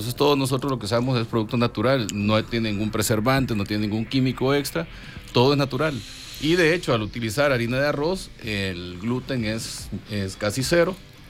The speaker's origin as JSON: {"language": "Spanish", "town": "Sensuntepeque", "region": "Cabañas", "country": "El Salvador", "said": "Mi abuela, mi mamá, muy famosa en nuestro pueblo, en Sensunte."}